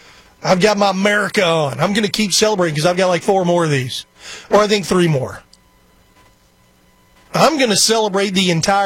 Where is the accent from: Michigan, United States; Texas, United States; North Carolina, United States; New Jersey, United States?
Texas, United States; I'm a Texan, okay?